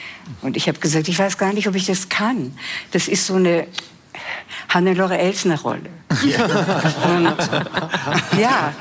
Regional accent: Vienna, Austria; Ich bin ja Wienerin

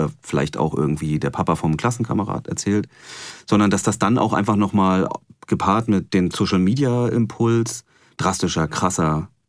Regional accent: East Germany, Germany; ich komme selber aus Ostdeutschland, gemerkt, da kippt was.

